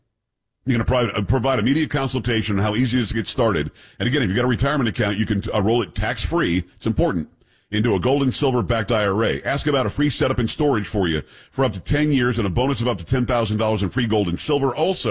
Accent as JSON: {"language": "English", "region": "New York", "country": "United States", "said": "I'm originally from New York."}